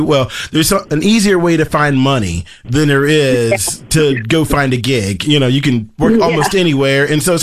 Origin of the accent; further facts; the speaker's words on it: West Virginia, United States; Like, because, like I said, growing up in West Virginia, I completely agree with you.